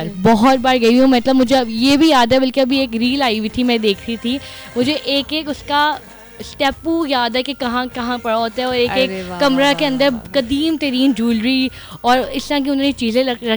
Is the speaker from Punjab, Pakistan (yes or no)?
yes; Taxila, Punjab, Pakistan; میرا بچپن کا بھی سب سے اچھا وقت ٹیکسلا گزرا، جو مطلب بچپن ہوتا ہے نا، مطلب وہ ٹیکسلا گزرا ہے.